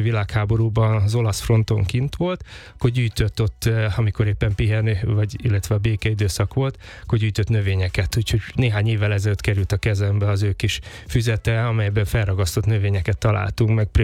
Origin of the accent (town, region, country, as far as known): Debrecen, Hajdú-Bihar, Hungary; born or raised there; now in Budapest, Hungary